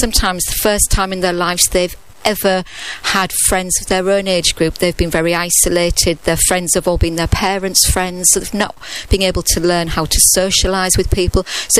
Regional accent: Hull, Yorkshire and the Humber, United Kingdom; I grew up in Hull. This song transports me back to school discos

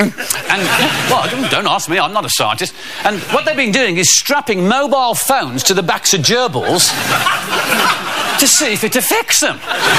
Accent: St John's Wood, London, United Kingdom; No, we're from St. John's Wood. We wouldn't do that.

